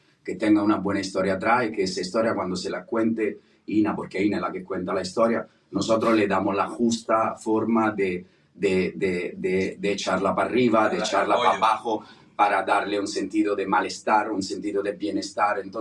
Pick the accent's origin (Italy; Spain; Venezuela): Italy; Ascoli Piceno, Marche; Spanish is a second language; moved away; Ascoli Piceno, entre Roma y Bologna, la parte del Adriático.